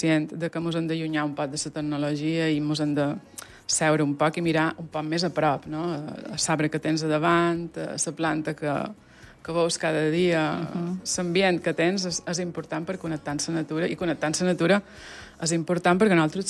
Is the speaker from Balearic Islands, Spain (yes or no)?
yes; Sóller, Balearic Islands, Spain; born there; also born or lived in Fornalutx; Jo he nascut a Bonafornalutx, Sóller, una cama a cada banda.